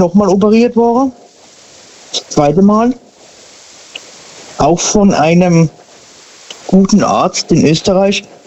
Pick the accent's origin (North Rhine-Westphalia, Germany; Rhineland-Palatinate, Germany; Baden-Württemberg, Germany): Baden-Württemberg, Germany; Sinsheim; Aus der Ecke Sinsheim.